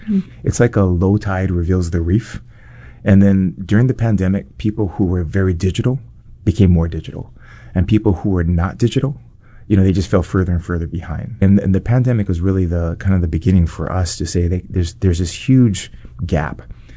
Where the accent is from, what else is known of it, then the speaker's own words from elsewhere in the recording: Kailua, Hawaii, United States; You know, I grew up on Oahu, in Kailua. And, you know, we moved over to Molokai.